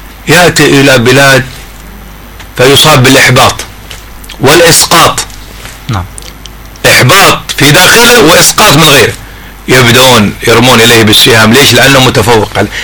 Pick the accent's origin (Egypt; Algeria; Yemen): Yemen; Hadramawt; عندنا في حضرموت، ما بقول عنه في اليمن عموما، في حضرموت.